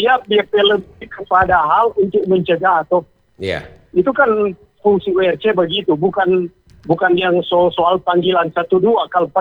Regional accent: Tomohon, North Sulawesi, Indonesia; misalnya kita misalnya di Manado toh, kita orang Tomohon, kalau kita lihat kejadian di Manado bisa kan kita juga kasih laporan toh.

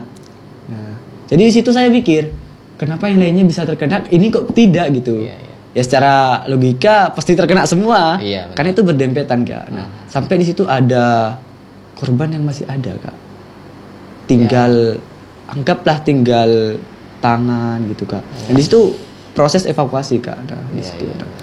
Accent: Sampang, East Java, Indonesia; meskipun saya sendiri dari Sampang, kalau tahu seperti ini, mungkin dari Sampang bukan hanya saya saja yang dikirim

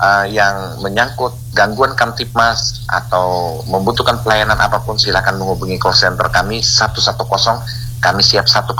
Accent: Ende, East Nusa Tenggara, Indonesia; sebuah kebanggaan bagi kita orang ND, orang Flores, orang NTT, dan orang Indonesia.

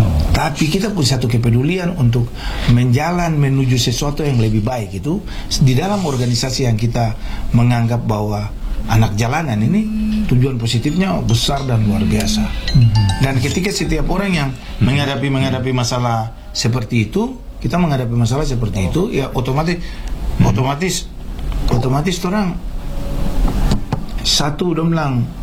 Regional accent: Sorong, Southwest Papua, Indonesia; kita ini anak-anak yang lahir besar di Sorong

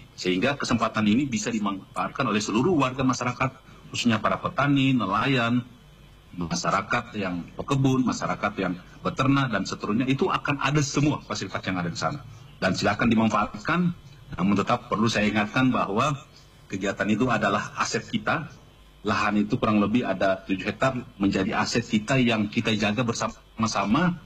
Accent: Gorontalo, Indonesia; Apalagi kita orang Gorontalo sendiri.

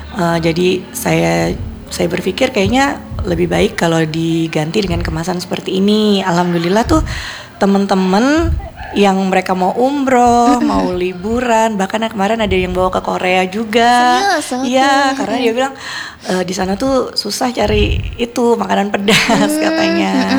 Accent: Kalimantan, Indonesia; Karena saya pikir kan saya orang Kalimantan ya. Suku saya juga Banjar.

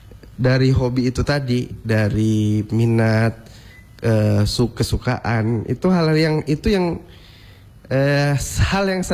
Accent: Gorontalo, Indonesia; Maka saya berpikir di daerah saya sendiri kok saya nggak bisa menemukan. Kalau saya browsing dulu, saya cari-cari, kok ini berita-berita wisata, destinasi wisata Gorontalo tuh nggak ada yang valid.

